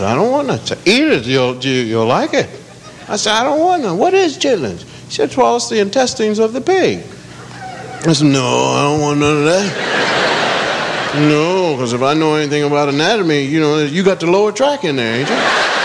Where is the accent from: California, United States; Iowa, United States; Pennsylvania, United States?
Pennsylvania, United States; Now, I'm from Pennsylvania.